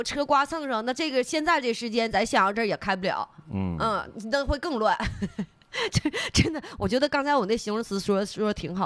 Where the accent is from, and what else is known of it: China